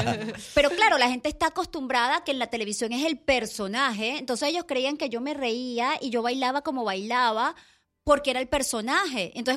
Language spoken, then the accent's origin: Spanish; Venezuela; moved away